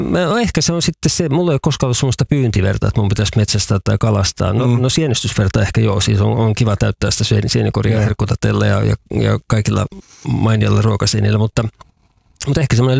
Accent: Vantaa, Uusimaa, Finland; now in Kainuu, Finland; Mä oon siis Vantaalta kotoisin, vaikka asun nykyään Kainuussa.

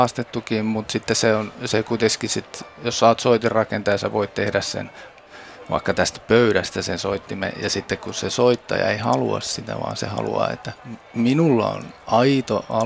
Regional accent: Ostrobothnia, Finland; Ja mä oon Pohjanmaalta kotoisin

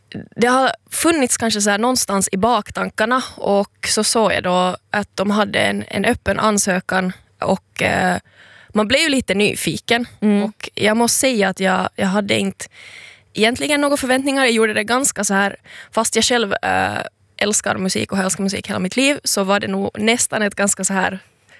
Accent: Helsinki, Uusimaa, Finland; also born or lived in Espoo; är 22 år gammal, uppvuxen i Helsingfors, född i Esbo.

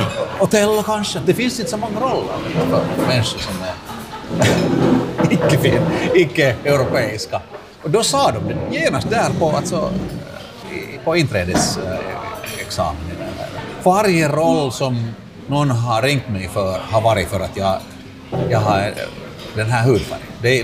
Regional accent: Helsinki, Uusimaa, Finland; Jag var uppvuxen i Jakobacka, som var ganska svårt ställe att vara annorlunda

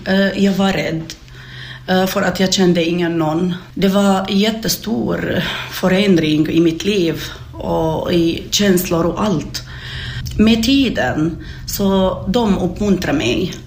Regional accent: Syria; Swedish is a second language; moved away as an adult; now in Jakobstad, Finland; Jag kommer från Syrien. Jag har bott i Finland i 10 år.

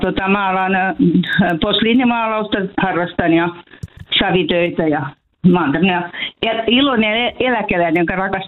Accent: Helsinki, Uusimaa, Finland; moved away as an adult; also born or lived in Espoo; now in Leivonmäki, Finland; Me muutettiin ihan eläkepäiviä viettää tänne Keski-Suomeen. Mä oon kotoisin Espoosta, Helsingissä syntyjä ja kolmannen polven helsinkiläinen, mutta sitten haluttiin tulla tänne rauhaan.

